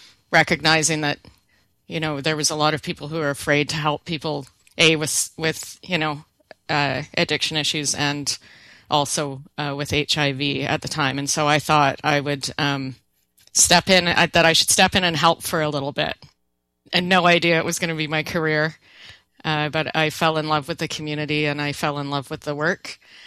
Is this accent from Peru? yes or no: no; Vancouver, British Columbia, Canada; So I grew up in Vancouver. The city looked quite different then, but I used to ride my bike down to the downtown and downtown east side regularly.